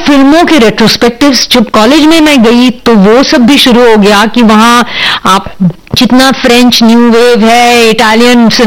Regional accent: Delhi, India; दिल्ली में उस माहौल में मैं पली बड़ी जहाँ मंडी हाउस और जो विंटर्स बिल्कुल विंटर्स में

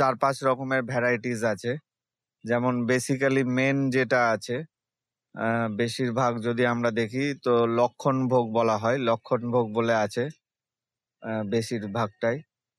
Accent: West Bengal, India; আমার বাড়ি মালদার সাহাপুর নিত্যানন্দপুর এরিয়াতে।

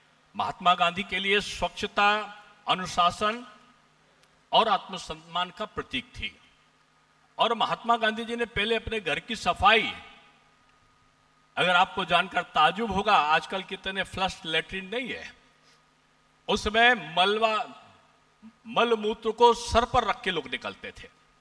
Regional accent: Gorakhpur, Uttar Pradesh, India; now in Andaman and Nicobar Islands, India; मैं उत्तर प्रदेश से आता हूं

